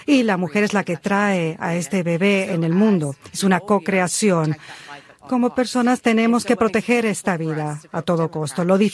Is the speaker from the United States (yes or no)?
yes; Brewston, Texas, United States; also born or lived in San Antonio; Vengo de Brewston, Texas. Y también yo vengo de muchas generaciones aquí en Texas, desde la Revolución. Sí, son muy buenos tejanos.